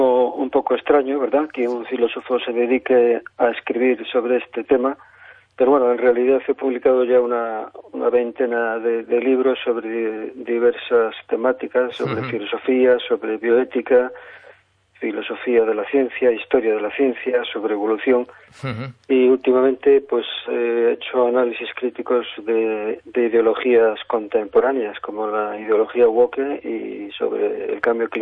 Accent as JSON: {"language": "Spanish", "town": "León", "region": "Castile and León", "country": "Spain", "tie": "born or raised there", "said": "soy de León capital. Llevo aquí viviendo prácticamente toda mi vida."}